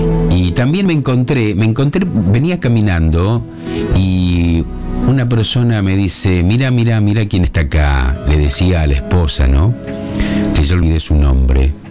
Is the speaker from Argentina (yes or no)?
yes; Arequito, Santa Fe, Argentina; now in Casilda, Argentina; de Arequito. Estoy aquí en Casilda hace muchos años.